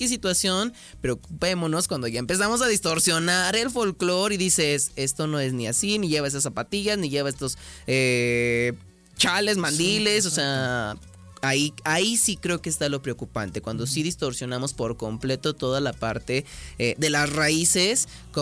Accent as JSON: {"language": "Spanish", "country": "Mexico", "said": "Creo que quienes somos mexicanos mínimo identificamos que es un mole."}